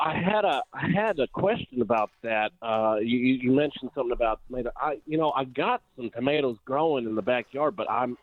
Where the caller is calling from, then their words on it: Austin, Texas, United States; I'm calling from Austin.